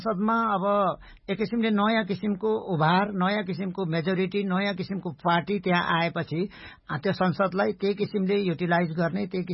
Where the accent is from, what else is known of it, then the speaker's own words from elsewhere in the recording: Koshi Province, Nepal; पहिले सिक्किम छुट्टै राज्य हुँदाखेरि भारत सिक्किम र नेपालको सिमाना जोडिएको ठाउँलाई चाहिँ तीन सिमाना भन्छ, त्यो मेरो गाउँमा पर्दछ।